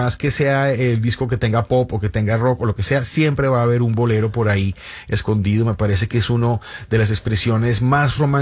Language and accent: Spanish; Colombia; En Bogotá, una afectación mínima, pero en otras regiones de mi país, sí